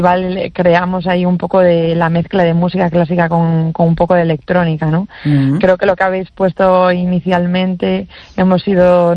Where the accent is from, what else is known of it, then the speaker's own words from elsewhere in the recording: Vigo, Galicia, Spain; yo soy de Vigo, la chelista es de Vigo, todos somos, sí, gallegos